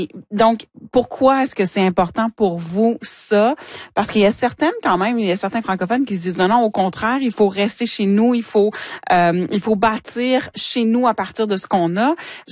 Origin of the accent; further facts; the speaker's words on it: Hearst, Ontario, Canada; parce que j'ai été élevée à Hearst, pour ne pas le nommer, dans le Nord, je ne suis pas minoritaire.